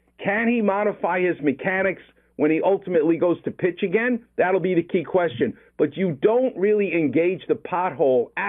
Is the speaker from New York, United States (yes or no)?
yes; Far Rockaway, New York, United States; I'm from Far Rockaway.